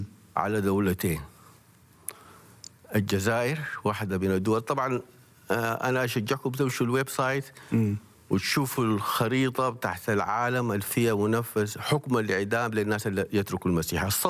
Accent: Sudan; أنا بكون سوداني

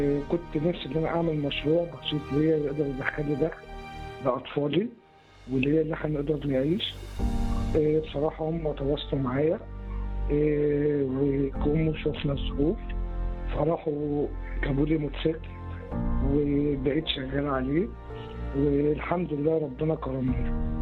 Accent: Egypt; مساء الخير،

